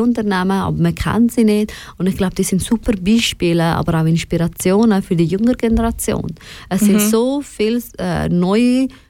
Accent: Switzerland; Ich meine, ich sehe mich halt auch als Schweizerin

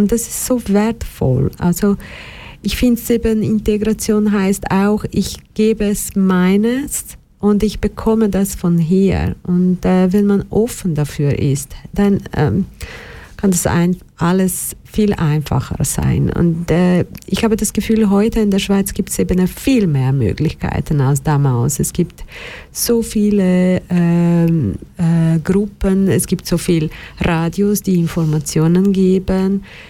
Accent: Brazil; German is a second language; moved away as an adult; Ich bin Brasilianerin

